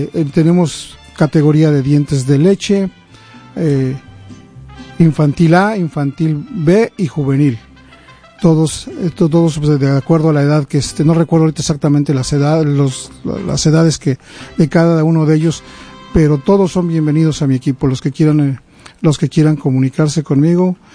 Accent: Jocotitlán, State of Mexico, Mexico; now in Washington, United States; Yo soy del estado de México, de un pueblo que se llama Jocotitlán.

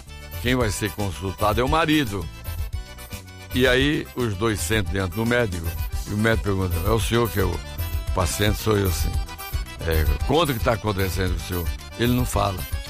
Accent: Brazil; Você é de onde? Você é de onde? Aí perguntou. Falei, Brazilian, Brazilian, Pelé, Pelé, ok.

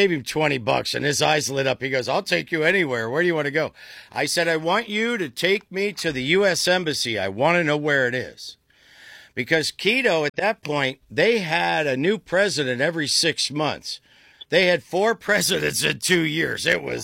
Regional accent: Dover, Ohio, United States; I'm from Dover, Ohio. And I'm staying at the Swiss Hotel.

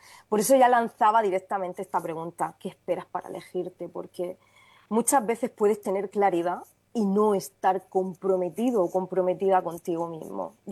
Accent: Region of Murcia, Spain; now in Tenerife, Spain; por mi tierra querida, por Murcia.

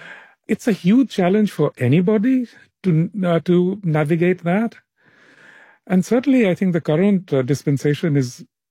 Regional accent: West Bengal, India; now in New York, United States; I mean, I'm from Bengal. In Bengal, our views are often very, very different from that of other parts, especially of northern India.

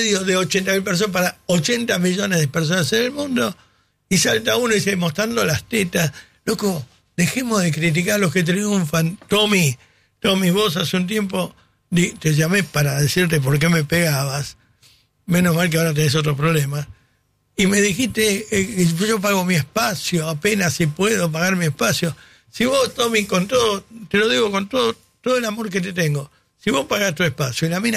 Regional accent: Argentina; Quería que ganen porque soy argentino.

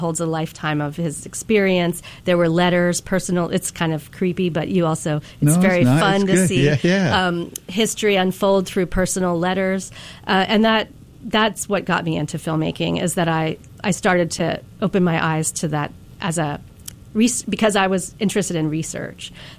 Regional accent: Virginia, United States; moved away as an adult; I'm from Virginia.

